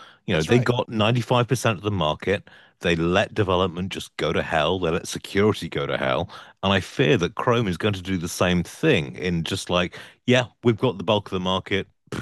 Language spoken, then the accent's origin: English; United Kingdom; as a British person sending emails